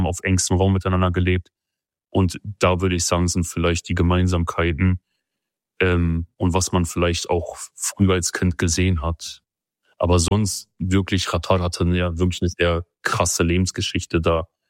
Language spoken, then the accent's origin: German; Turkey; habe ich eine ganz lange Zeit immer gesagt, ich bin Kurde aus der Türkei.